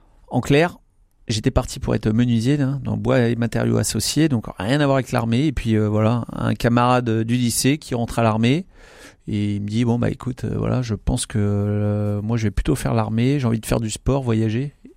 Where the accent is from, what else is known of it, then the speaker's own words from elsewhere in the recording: Le Mans, Pays de la Loire, France; Oui, je suis autour du Mans. Par contre, ma mère n'a jamais déménagé des Sablons, donc je suis régulièrement encore au quartier des Sablons.